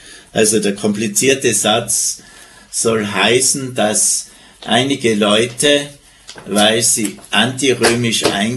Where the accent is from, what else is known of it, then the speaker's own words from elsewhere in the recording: Tyrol, Austria; wenn ich dann wieder in das Land, wo ich herstamme, komme, nach Tirol